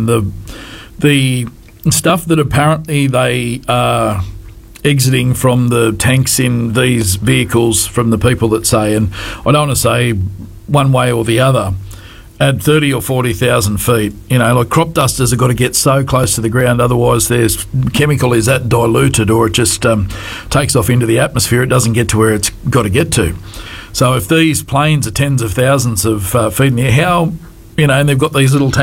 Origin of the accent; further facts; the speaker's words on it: Wee Waa, New South Wales, Australia; I come from Wee War, as a lot of people know, and grew up out there